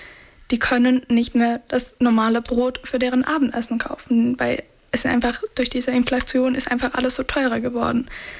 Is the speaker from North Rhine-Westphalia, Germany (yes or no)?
no; Chemnitz, Saxony, Germany; also born or lived in Friedrichshafen; Aber trotzdem ist für mich diese Stadt einfach zu meiner Heimat geworden, weil ich hier aufgewachsen bin, weil meine Familie hier ist. Und obwohl ich nach Friedrichshafen gezogen bin, Bodensee ist wirklich wunderschön. Für mich ist Chemnitz trotzdem mein Sicherheitspunkt gewesen.